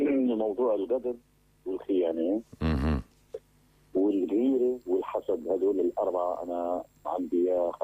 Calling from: Aleppo, Aleppo Governorate, Syria

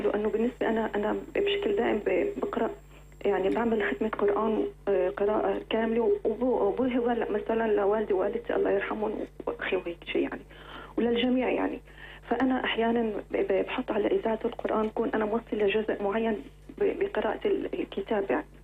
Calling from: Homs, Homs Governorate, Syria

